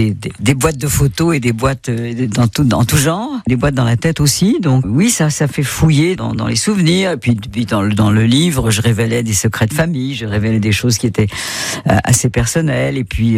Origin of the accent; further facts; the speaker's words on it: Paris, Île-de-France, France; pour une Parisienne que je suis vraiment puisque je vis à Paris